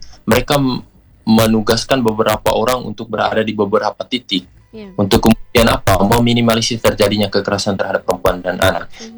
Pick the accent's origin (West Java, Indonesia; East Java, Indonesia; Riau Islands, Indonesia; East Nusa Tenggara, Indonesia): East Nusa Tenggara, Indonesia; Psikologi kita orang NTT itu apa yang disampaikan di sekolah itu lebih cepat diterima daripada apa yang disampaikan oleh orang tua